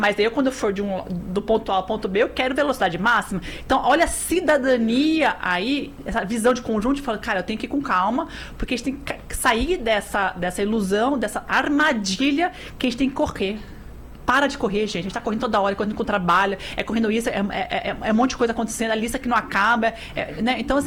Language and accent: Portuguese; Brazil; A gente é brasileiro. A gente tá morando numa cidade. Que Brasil é esse que as pessoas estão morrendo?